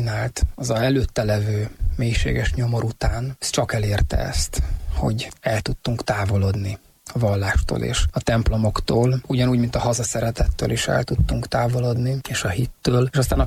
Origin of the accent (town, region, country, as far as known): Hungary